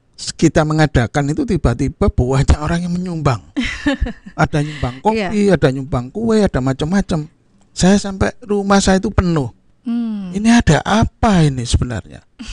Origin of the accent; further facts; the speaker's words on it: Indonesia; kita, orang Nusantara